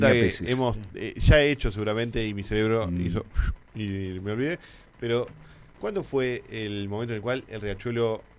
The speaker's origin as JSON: {"language": "Spanish", "town": "Quilmes", "region": "Buenos Aires Province", "country": "Argentina", "tie": "born there"}